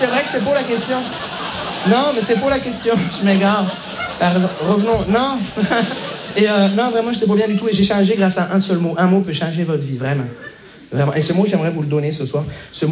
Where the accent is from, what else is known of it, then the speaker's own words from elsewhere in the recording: Montreal, Quebec, Canada; Bonjour, je me présente … je viens de Montréal.